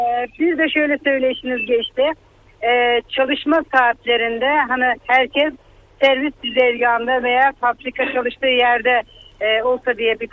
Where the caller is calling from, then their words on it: Kayseri, Turkey; Kayseri'den, selamlar.